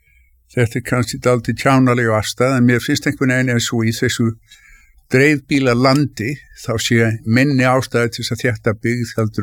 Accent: Reykjavík, Capital Region, Iceland; ég fættist 1949 og ég óks upp tölvært mikið í Norðumýrinni.

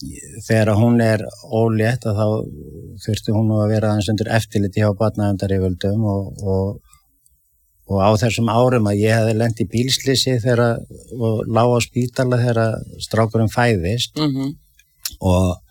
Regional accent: Reykjavík, Capital Region, Iceland; Sko, ég elst upp í Álftamýrinni. Mm. Og síðan flytjum við nýr í miðbæ þegar ég er 11 ára

